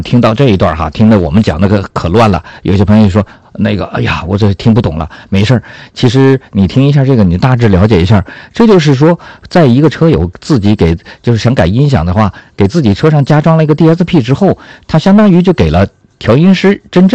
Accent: Sichuan, China; accent: Sichuanese; 用我们四川话讲呢就叫

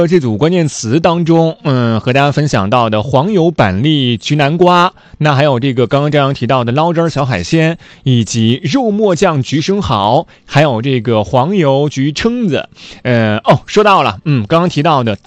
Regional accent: Hainan, China

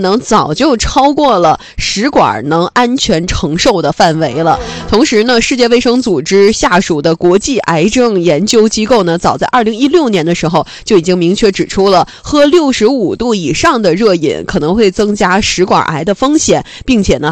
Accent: China; 尤其是我们中国人啊，最喜欢吃饭的时候要趁热吃

